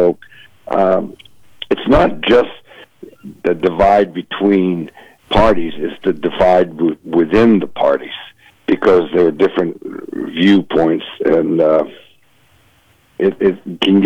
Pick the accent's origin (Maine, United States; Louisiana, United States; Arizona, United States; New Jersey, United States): Maine, United States; Lewiston; We're both from Lewiston